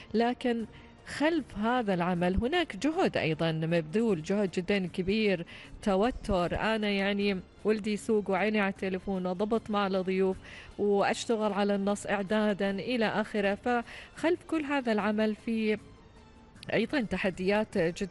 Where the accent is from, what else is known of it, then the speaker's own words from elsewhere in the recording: Oman; بلادنا عمان من شمالها لجنوبها